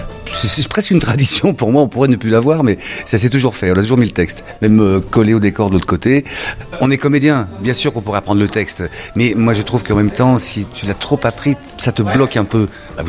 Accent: Lyon, Auvergne-Rhône-Alpes, France; Je suis né en 1966 à Lyon. J'ai grandi dans le Vieux-Lyon. Ma mère avait l'accent lyonnais, mon père, ma grand-mère, tout ça.

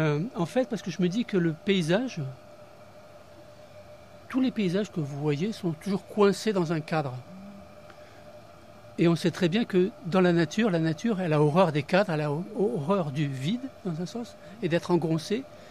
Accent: South-West France, France; À Toulouse, oui, dans ma ville de cœur aussi, parce que je suis originaire du Sud-Ouest.

